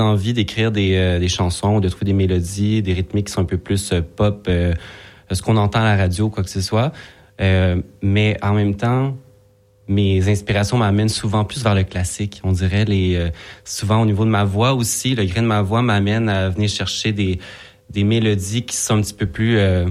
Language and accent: French; McMasterville, Quebec, Canada; moved away as an adult; now in Montreal, Canada; J'ai grandi sur la rive sud.